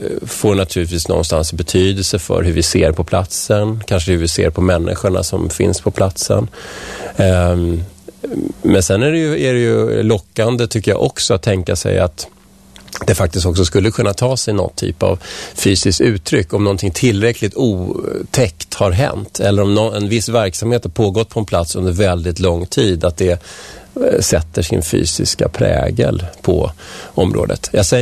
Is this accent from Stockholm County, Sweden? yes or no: yes; Vällingby, Stockholm County, Sweden; also born or lived in Strängnäs; Jag kommer ju inte härifrån. Jag kom från Vällingby från början, och sen har jag bott i stan, och jag har bott i Strängnäs då, som sagt.